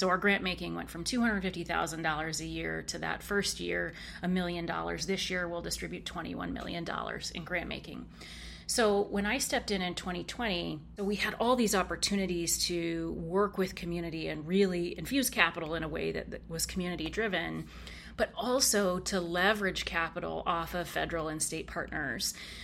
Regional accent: Oregon, United States; born or raised there

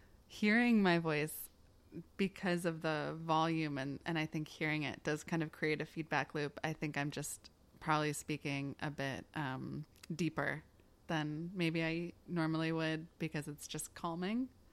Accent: Chicago, Illinois, United States; I'm from Chicago, Illinois. I don't have what people would describe as a Chicago accent or a Midwestern accent.

